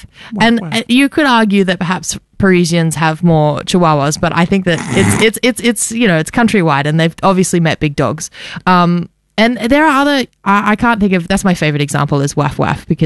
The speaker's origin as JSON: {"language": "English", "country": "Australia", "said": "Does it just sound like that because we're Australian?"}